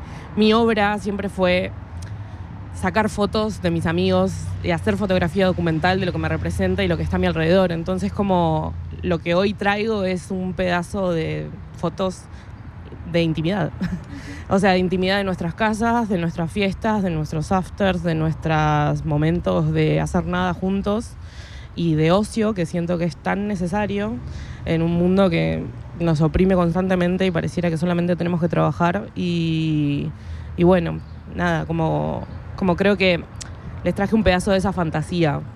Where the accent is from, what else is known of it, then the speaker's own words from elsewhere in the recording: Buenos Aires Province, Argentina; moved away as an adult; also born or lived in Ituzaingó Partido, Buenos Aires Province; now in Berlin, Germany; nací en Argentina. Y me crié en el partido de La Matanza, en el conurbano bonaerense.